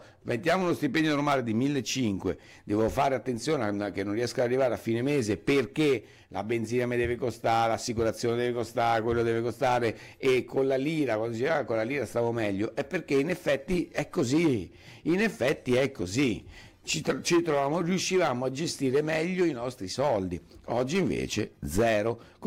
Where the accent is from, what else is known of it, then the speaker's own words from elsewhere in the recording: Australia; non mi puoi prendere tutto quello solo perché sono australiano, perché questa è la mentalità che ho trovato in giro e c'è. Ma sì, sono straniero, ma che ce ne fu?